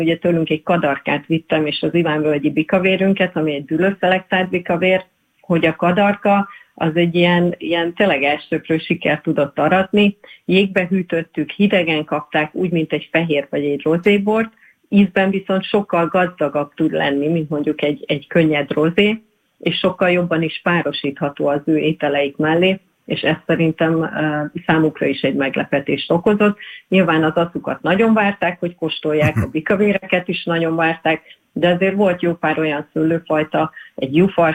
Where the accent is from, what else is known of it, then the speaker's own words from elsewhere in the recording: Hungary; moved away as an adult; also born or lived in Scotland; 2008-ban, amikor magyarként, nőként kikerültem Skóciába, a világ vezető szállodáinak egyikébe